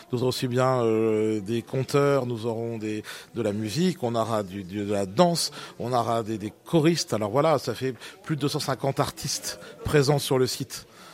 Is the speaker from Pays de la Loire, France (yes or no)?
no; Ardentes, Centre-Val de Loire, France; d'où on vient, en fait, du milieu rural, je venais d'Ardente